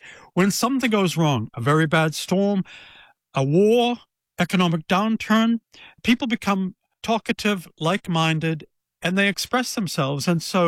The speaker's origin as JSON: {"language": "English", "country": "United States"}